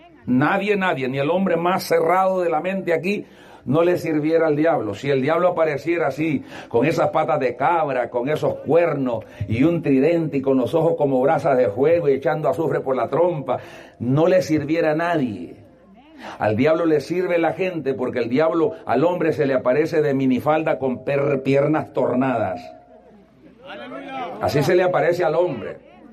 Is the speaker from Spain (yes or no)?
no; El Salvador; now in Honduras; todos somos nacidos acá en Honduras, pero yo me crecí en El Salvador.